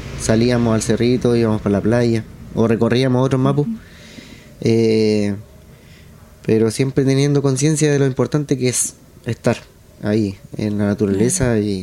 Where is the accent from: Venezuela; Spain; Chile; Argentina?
Chile; Penco, Biobío; also born or lived in Chiguayante; Yo soy de aquí de Penco, nací en Chiguayante, pero inmediatamente me vine para acá.